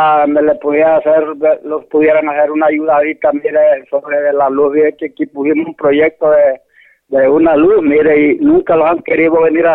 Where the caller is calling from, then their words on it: Yuscarán, El Paraíso, Honduras; Aquí es el Zacate del Cordoncillo, en Yuscarán